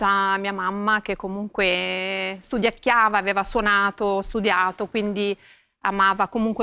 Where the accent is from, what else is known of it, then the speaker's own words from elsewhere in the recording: Ravenna, Emilia-Romagna, Italy; io sono di Ravenna, quindi è una città piccola